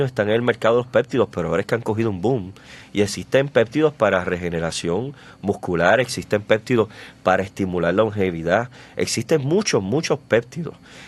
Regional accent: Puerto Rico

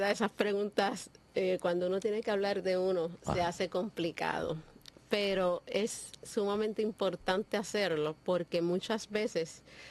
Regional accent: Vega Baja, Puerto Rico; Yo soy una mujer humilde, nacida y criada en Vega Baja, que estudió en escuela pública

